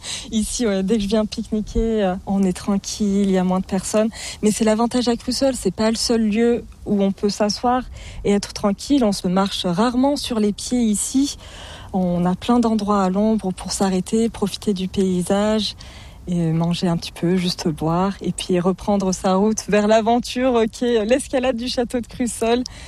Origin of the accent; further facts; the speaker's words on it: Charmes-sur-Rhône, Auvergne-Rhône-Alpes, France; Et puis ma petite maison, un peu plus au sud, à Charmes-sur-Orne, là où j'ai grandi, que je peux voir.